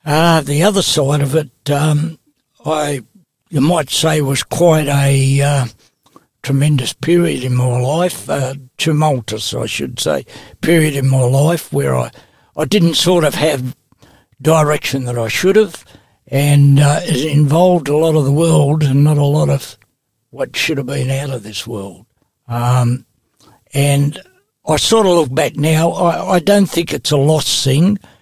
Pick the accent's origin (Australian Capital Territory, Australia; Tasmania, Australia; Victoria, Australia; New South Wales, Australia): New South Wales, Australia; Newcastle; born there; I was born in Newcastle, New South Wales, the cold centre of the Hunter Valley.